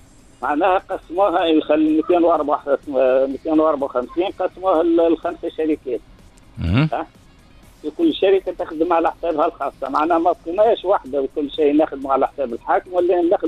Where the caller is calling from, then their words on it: Meknassy, Sidi Bouzid, Tunisia; من مكناسي سيدي بوزيد